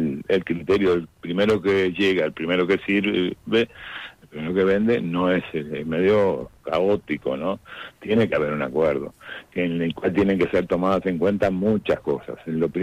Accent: Uruguay; now in Brazil

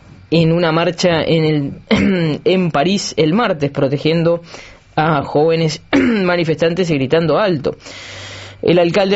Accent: Argentina; que el Estado y nosotros, como argentinos, tengamos la competencia y facultad necesaria

